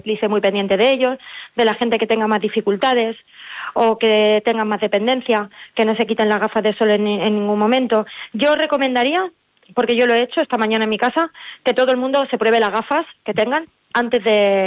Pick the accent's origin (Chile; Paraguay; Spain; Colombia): Spain; Elche de la Sierra, Castilla-La Mancha